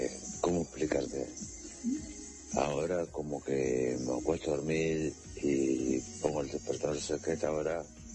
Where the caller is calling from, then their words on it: Uruguay; el uruguayo acá.